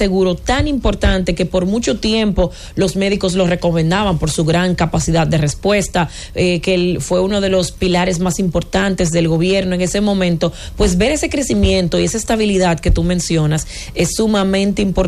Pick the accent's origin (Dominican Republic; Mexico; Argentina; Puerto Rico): Dominican Republic